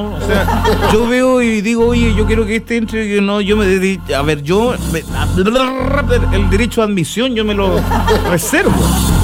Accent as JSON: {"language": "Spanish", "town": "Santiago", "region": "Santiago Metropolitan", "country": "Chile", "tie": "born or raised there", "also_born_or_lived": "Chiguayante", "said": "Yo nací allá en San Carlos de Apoquindo. Yo vengo de allá. Yo nací en Santiago y conozco todo. Después me trasladé a Chiguayante"}